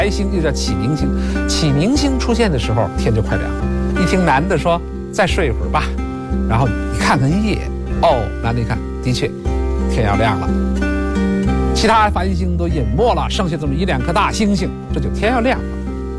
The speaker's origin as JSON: {"language": "Chinese", "country": "China", "said": "我们中国人"}